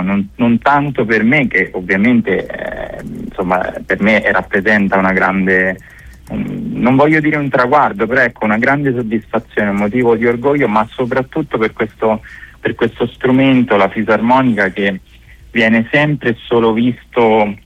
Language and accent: Italian; Valmontone, Lazio, Italy; Assolutamente sono di Valmontone